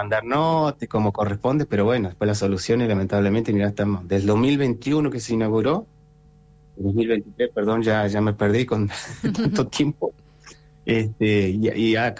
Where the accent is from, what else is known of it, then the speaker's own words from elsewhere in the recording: Cholila, Chubut, Argentina; Yo soy de Cholila, soy nativo de Cholila, y así que sé lo que es la ruralidad